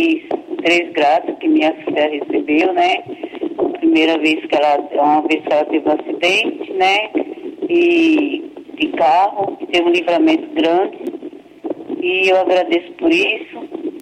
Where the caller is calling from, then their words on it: São Vicente, São Paulo, Brazil; Eu falo de São Vicente, São Paulo.